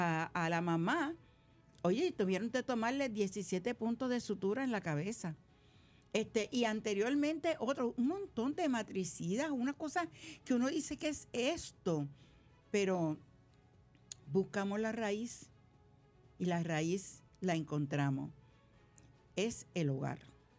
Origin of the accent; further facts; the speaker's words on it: Puerto Rico; yo soy boricua de pura cepa, yo soy boricua de corazón y yo soy boricua del coquí. Eso es lo más... Yo soy boricua para que tú lo sepas.